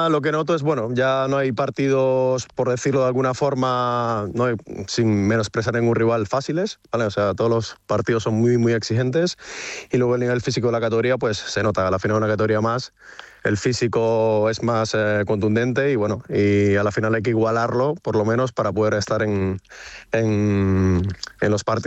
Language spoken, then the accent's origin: Spanish; San Juan Bautista, Nueva Esparta, Venezuela; now in Basque Country, Spain; soy de San Juan Bautista, un pueblo de Nueva Esparta, en la isla de Margarita, en Venezuela. Pero mi madre es de acá y bueno, y hace 11 años emigramos y vinimos aquí estamos felices, la verdad.